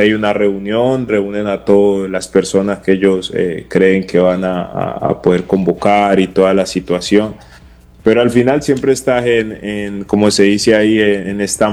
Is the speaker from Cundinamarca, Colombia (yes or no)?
no; Cali, Valle del Cauca, Colombia; moved away; Soy caleño y me encanta la salsa